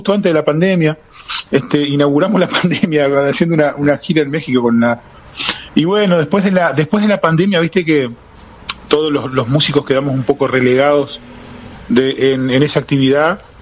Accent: Salto, Uruguay; born there; Mirá, yo, el nacimiento, técnicamente soy salteño de ciudad, digamos, porque nací en esa de Natal, Uruguay.

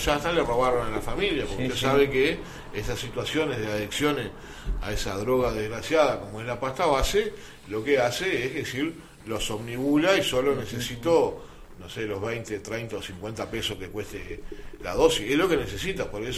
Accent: Uruguay; Uruguay no es como algunos uruguayos creen que somos una cosa aparte en el mundo.

